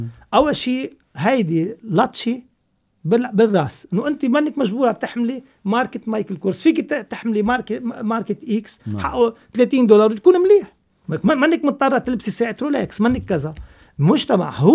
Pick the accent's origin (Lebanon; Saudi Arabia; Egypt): Lebanon; also born or lived in France